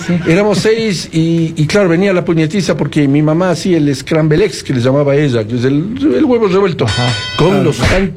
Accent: Ecuador

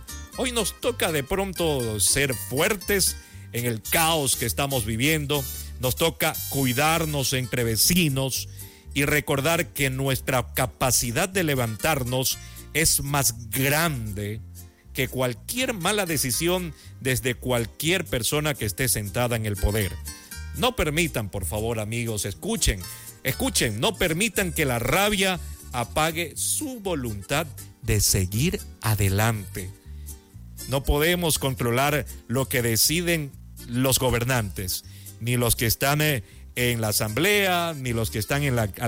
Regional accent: Esmeraldas, Ecuador; mi tierra bella, mi tierra verde, Esmeraldas. Orgullosamente, esmeraldeños, saludos a mi tierra linda, Esmeraldas.

